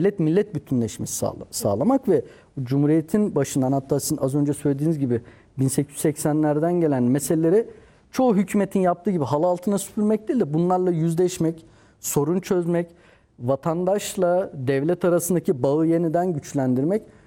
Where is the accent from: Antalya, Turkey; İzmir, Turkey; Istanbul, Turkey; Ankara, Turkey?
Istanbul, Turkey; born there; Ben İstanbul Küçükçekmece'de doğdum. Biz göçmen bir aile, benim babam, işte evladı Fatihan. Çok sayıda Kürt yurttaşın, vatandaşın yaşadığı bir coğrafya.